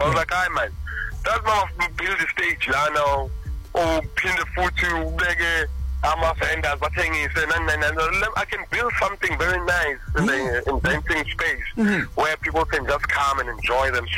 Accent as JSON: {"language": "English", "area": "Katlehong", "region": "Gauteng", "country": "South Africa", "tie": "born or raised there", "said": "I'm from Katewong as well."}